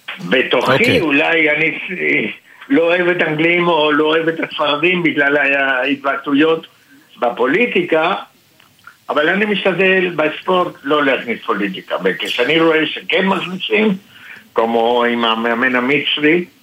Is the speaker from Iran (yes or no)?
no; Argentina; now in Israel; מי על הכל, אני ארגנטינאי, כן.